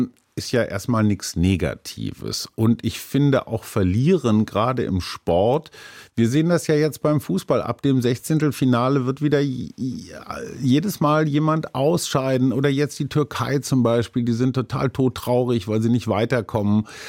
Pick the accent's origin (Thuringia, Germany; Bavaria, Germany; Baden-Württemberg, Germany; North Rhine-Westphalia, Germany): North Rhine-Westphalia, Germany; Münster; Also, wie gesagt, ich komme aus Münster, unsicheres Wetter.